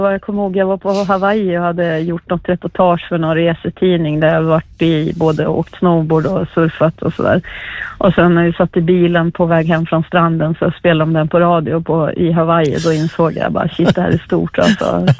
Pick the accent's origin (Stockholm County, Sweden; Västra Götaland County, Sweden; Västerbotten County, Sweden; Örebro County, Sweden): Västerbotten County, Sweden; Umeå; Jag växte upp i Umeå, vi flyttade in till Umeå när jag var 12-13 år, och då var det ju en otroligt stor våg av metal och hardcore.